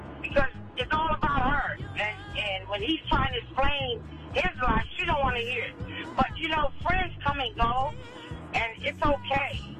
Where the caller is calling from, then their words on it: Minneapolis, Minnesota, United States; Minneapolis.